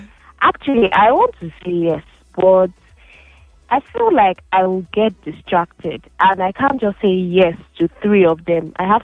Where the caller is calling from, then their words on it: South West England, United Kingdom; I'm calling from Somerset.